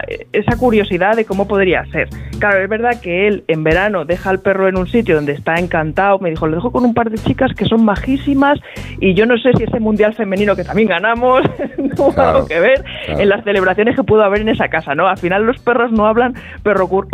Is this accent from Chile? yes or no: no; Spain; Porque al final, como has dicho, somos españoles